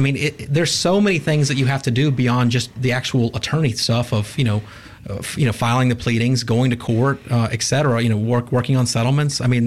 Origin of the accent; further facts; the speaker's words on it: Jackson, United States; You know, I'm from Jackson. My family's from Jackson.